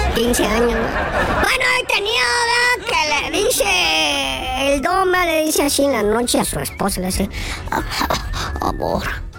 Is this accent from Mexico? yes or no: yes; Tula de Allende, Hidalgo, Mexico; soy tuleño. Pues soy de allá, soy oriundo de allá.